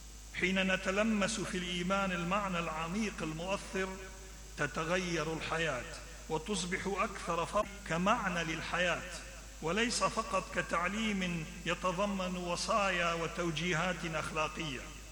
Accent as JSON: {"language": "Arabic", "country": "Iraq", "said": "في بلدنا العراق"}